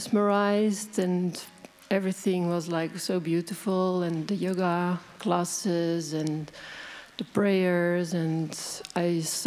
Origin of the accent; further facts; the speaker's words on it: Netherlands; English is a second language; from the Netherlands